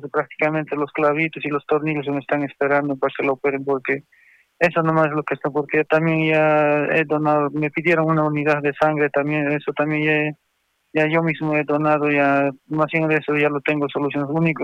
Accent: Cusco, Peru; Porque como nosotros somos de Cusco, me dice, ¿qué voy a hacer en Cusco solo?

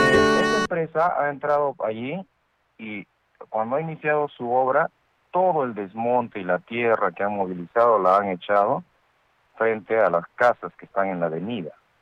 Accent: Peru; Todos tenemos derecho a trabajar, todos somos peruanos.

